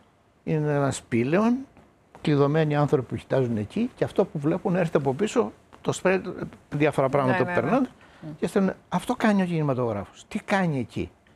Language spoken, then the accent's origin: Greek; Greece